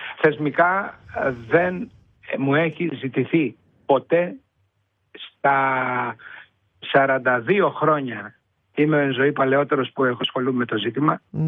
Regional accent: Kissamos, Crete, Greece; born there; moved away

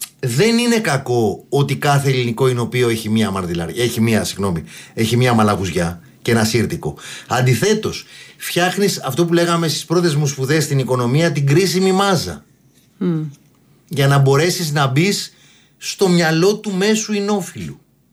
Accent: Greece; σαν Έλληνες ηνοποιοί

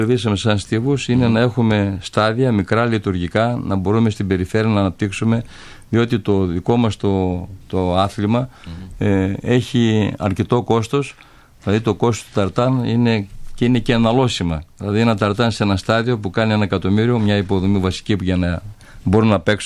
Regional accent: Trikala, Thessaly, Greece; Θα χειρόμουν σαν Τρικαλινός.

